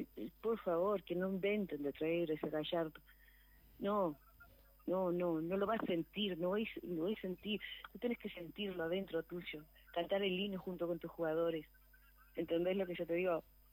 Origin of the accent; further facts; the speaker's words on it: Uruguay; somos así los uruguayos